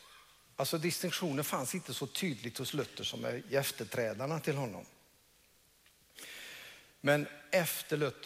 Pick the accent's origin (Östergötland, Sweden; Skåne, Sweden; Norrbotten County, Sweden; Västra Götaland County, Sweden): Västra Götaland County, Sweden; Hönö; Jag är uppväxt i Hönö kyrka borta under Gösta Gustafsson och Gösta Karlman.